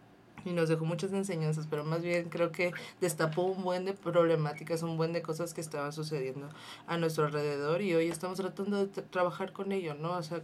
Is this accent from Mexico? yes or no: yes; Acapulco, Guerrero, Mexico; vengo de Acapulco, Guerrero.